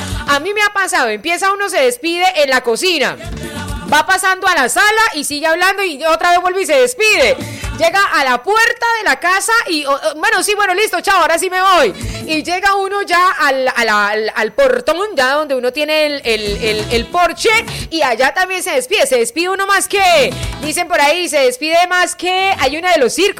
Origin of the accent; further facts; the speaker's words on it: Colombia; Mi familia somos muy colombianos porque la abuela es la que manda en la casa, la abuelita, ¿no?